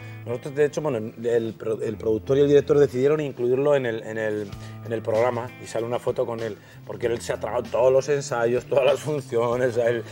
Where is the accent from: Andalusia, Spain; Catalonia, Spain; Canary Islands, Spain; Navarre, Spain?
Navarre, Spain; Pamplona; A Pamplona, a mi tierra.